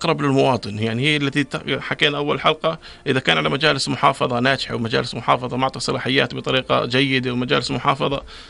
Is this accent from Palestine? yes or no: no; Jordan; إحنا كمواطنين أردنيين وكحزب أردني